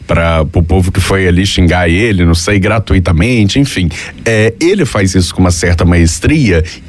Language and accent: Portuguese; Rio de Janeiro, Brazil; enxerga essas discussões que nós, cariocas, a gente gosta de ouvir.